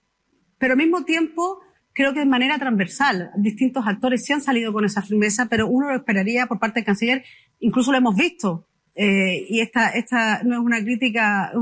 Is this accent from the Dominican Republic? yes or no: no; Chile; eso es algo que nos une como chilenos